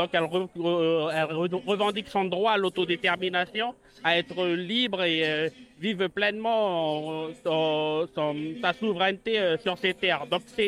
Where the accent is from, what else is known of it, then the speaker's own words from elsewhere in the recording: New Caledonia; now in Paris, France; donc je suis Kanak de Nouvelle-Calédonie et je milite sur Paris